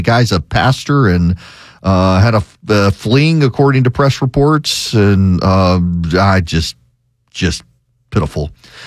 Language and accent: English; Georgia, United States; If you are in my home state of Georgia